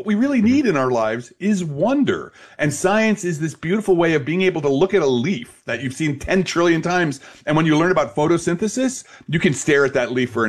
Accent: Belleville, New Jersey, United States

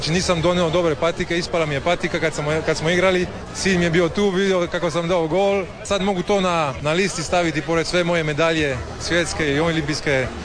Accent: Trogir, Split-Dalmatia County, Croatia; I ovdje u Splitu na Rivi, tu mi je familija, ja dolazim iz Trogira, čača mi je odavde

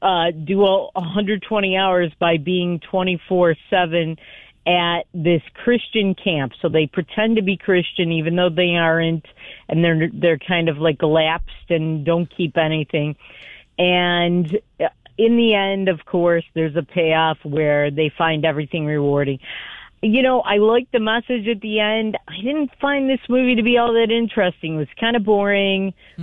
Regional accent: Detroit, Michigan, United States; It takes place in Detroit, my hometown, where I live in the Detroit area

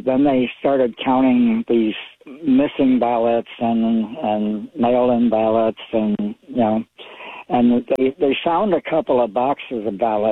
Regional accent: Anchorage, Alaska, United States; Well, it happened in my hometown of Anchorage here, too.

